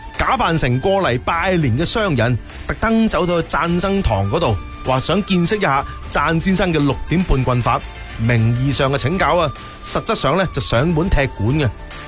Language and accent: Cantonese; Foshan, Guangdong, China; 我哋佛山人